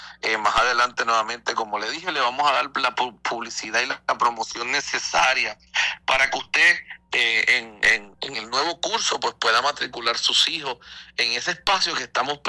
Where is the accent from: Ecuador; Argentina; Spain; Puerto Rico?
Puerto Rico; mi pueblo, al pueblo de Puerto Rico, al pueblo puertorriqueño